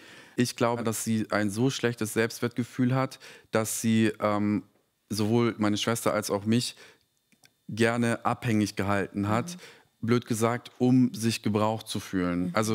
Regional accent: Serbia; ich komme aus Serbien. Wir sind sehr konservativ, was sagt deine Familie?

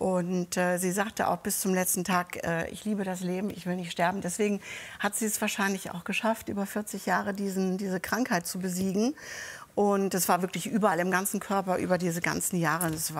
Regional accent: Northern Germany, Germany; Wir sind ja als Norddeutsche manchmal ein bisschen zurückhaltender.

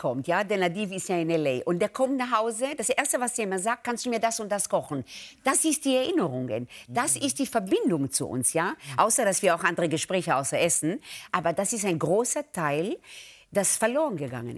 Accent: Israel; Das heißt, ich bin aufgewachsen mit der Weltküche. Mhm. Weil wir als Kinder in Israel sind draußen aufgewachsen.

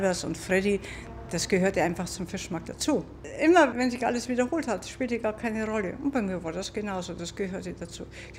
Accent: Bavaria, Germany; Ich als Bayerin in Seemannskneipe ist unmöglich.

